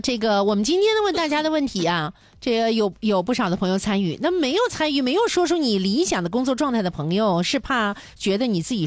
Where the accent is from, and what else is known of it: Dalian, Liaoning, China